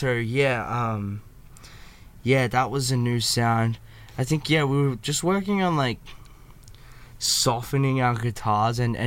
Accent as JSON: {"language": "English", "country": "Australia", "said": "We are Australian."}